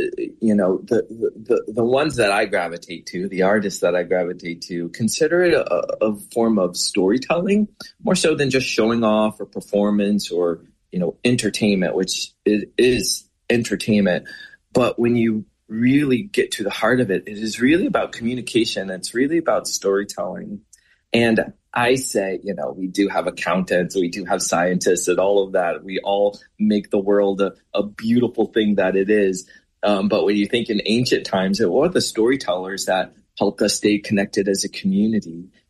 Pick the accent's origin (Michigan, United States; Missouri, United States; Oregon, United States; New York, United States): Missouri, United States; St. Louis; It is certainly something that I sort of fell into as a young kid, growing up in St. Louis, Missouri